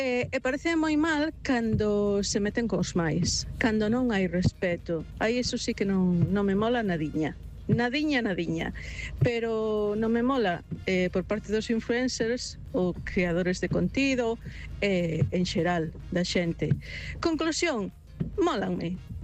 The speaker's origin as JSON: {"language": "Galician", "town": "Lugo", "region": "Galicia", "country": "Spain", "said": "eu son de Lugo, pois falo dos Xocas"}